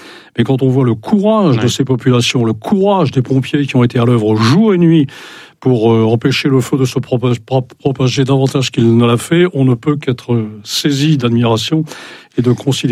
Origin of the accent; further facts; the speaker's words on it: Brittany, France; Moi, je suis un vrai breton. Et comme tous les bretons, je suis un breton de migrateur. Et ce n'est pas un hasard si mon père m'a fait naître en dehors des murs de Bretagne.